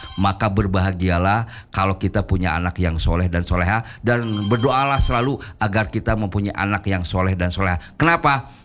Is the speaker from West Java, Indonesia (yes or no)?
yes; Subang, West Java, Indonesia; also born or lived in Bandung; Dulu saya waktu SMP sekolah di Subang, Pak Kasmo, di Kecamatan Jalan Cagak, di SMP Jalan Cagak. Karena orang tua saya pada saat itu bekerja di perkebunan Ciater. Jadi perkebunan Ciater, sekolah SD-nya di Ciater di Subang, SMP-nya di Jalan Cagak Subang.